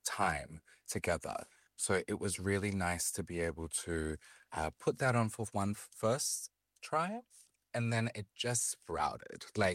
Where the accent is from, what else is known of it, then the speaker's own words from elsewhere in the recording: Campbelltown, New South Wales, Australia; I grew up in Campbelltown.